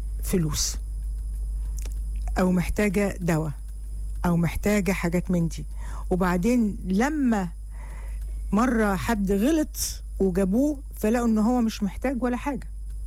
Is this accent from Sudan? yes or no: no; Egypt